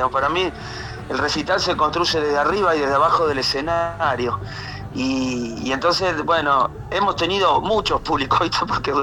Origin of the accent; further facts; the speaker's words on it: Argentina; born there; No, acá. Nosotros somos originarios de Lucania, de Basilicato.